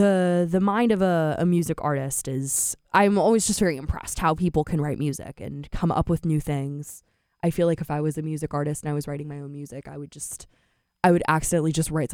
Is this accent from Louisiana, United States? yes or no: no; Silicon Valley, California, United States; even though I am from Silicon Valley.